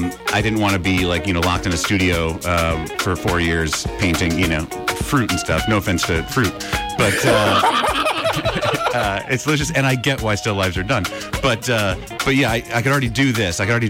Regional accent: West Hartford, Connecticut, United States; growing up in West Hartford, Connecticut

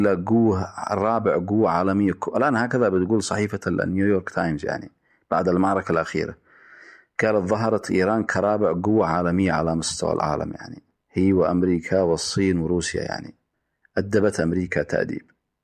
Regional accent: Yemen; مثلا 26 سبتمبر عندنا في اليمن،

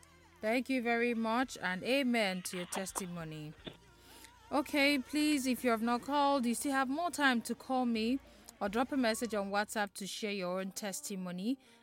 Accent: Ngwo, Enugu State, Nigeria; from Enugu Ngwo.

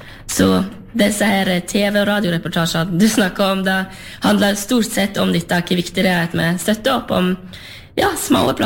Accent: Vestland, Norway; som jeg kommer jo selv fra Lerigard på Sørheim, og jeg ser hva store ringvirkninger landbruket har i et lokalsamfunn

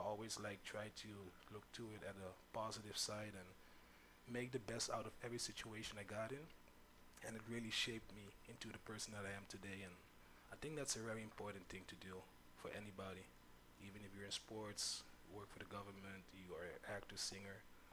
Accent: Sint Eustatius, Caribbean Netherlands; hey, I'm from this island. Like, you remember, I'm from Stacia, and they have a lot of talent here.

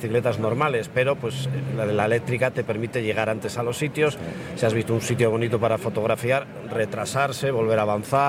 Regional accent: San Sebastián, Basque Country, Spain; Y de donde yo soy, San Sebastián, Guipúzcoa, pues claro, ya llega una edad que uno no está para cuestas.

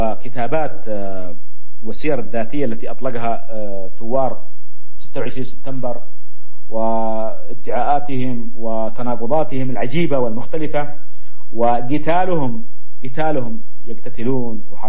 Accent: Yemen; ونحتاج للبحث فيها كيمنيين

